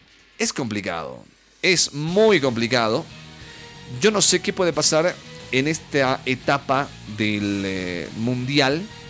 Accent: Bolivia; somos hermanos, somos bolivianos. Estamos en La Paz, Cochabamba, Santa Cruz. Somos Cambas, Collas, Chapacos, Cochalos, Chuquisaqueños.

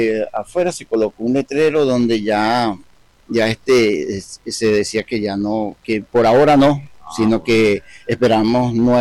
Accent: Caracas, Capital District, Venezuela; moved away as an adult; now in Manta, Ecuador; yo soy de Caracas, pero tengo familia en Mérida.

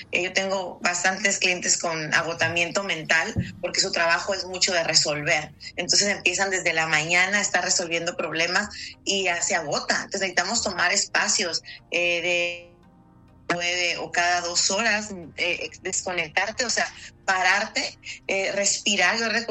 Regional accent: Mexico; ¿a poco no somos los latinos mexicanos?

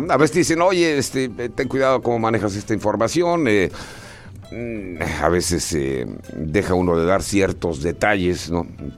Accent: Mexico City, Mexico; also born or lived in Chihuahua; now in Tijuana, Mexico; yo nací en Chihuahua, crecí en la Ciudad de México, mi madre de Sonora, mi padre de Guadalajara y tengo aquí ya 36 años.

